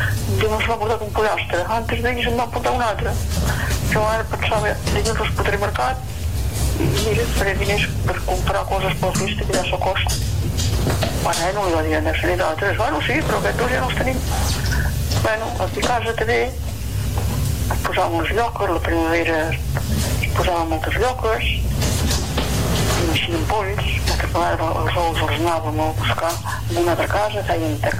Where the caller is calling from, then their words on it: Santa Pau, Catalonia, Spain; Soc el marit de Santa Pau